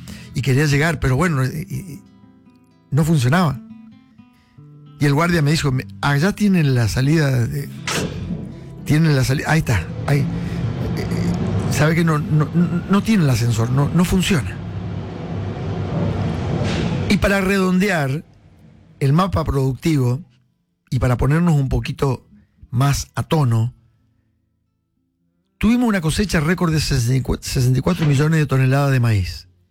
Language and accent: Spanish; Santa Fe, Argentina; now in Córdoba, Argentina; Lo digo como santafesino, estoy orgulloso de vivir en Córdoba